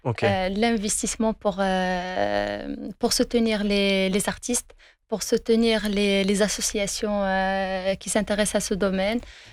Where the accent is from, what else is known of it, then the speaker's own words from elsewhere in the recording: Morocco; C'est sûr, on est des Marocains quand même.